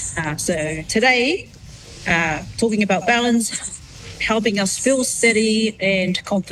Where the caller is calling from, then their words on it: Onehunga, Auckland, New Zealand; I'm actually living from Onehanga, the Bay Reserve, Onehanga Bay Reserve.